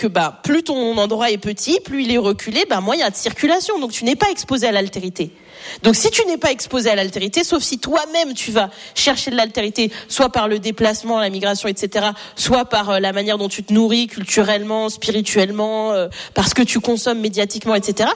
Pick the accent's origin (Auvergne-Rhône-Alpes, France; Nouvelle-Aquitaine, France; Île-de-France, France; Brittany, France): Auvergne-Rhône-Alpes, France; Châtel-Guyon; also born or lived in Riom; Moi, je suis née en Auvergne. Je suis née dans un petit village splendide. Je suis née à Rion, à côté de Clermont-Ferrand. Et j'ai grandi dans des petits villages à Enza, à Chappes et à Châtel-Guyon, où mon père vit toujours.